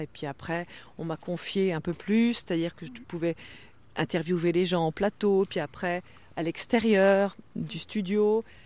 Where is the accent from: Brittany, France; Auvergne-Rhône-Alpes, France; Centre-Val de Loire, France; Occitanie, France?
Brittany, France; first language Breton; French is a second language